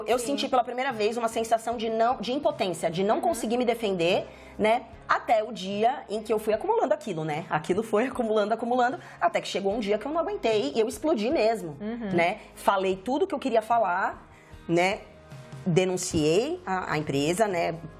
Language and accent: Portuguese; Brazil; moved away as an adult; now in Canada; eu no Brasil